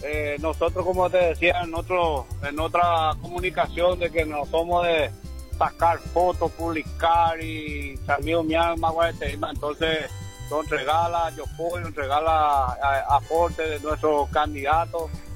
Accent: Paraguay; pero como paraguayo siempre igual

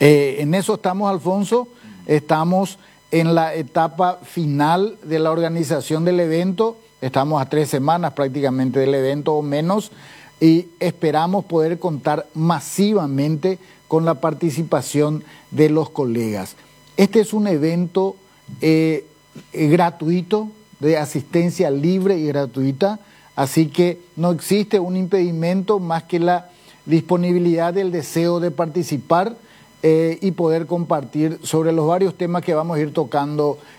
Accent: Paraguay; uno de los, creo que 300 o 400 paraguayos que estuvimos en aquel partido del Gol de Oro

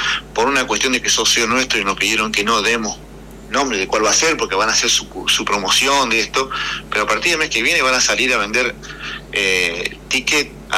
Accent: Argentina; Eso lo sabemos todos, somos argentinos, así que sabemos cómo nos comportamos

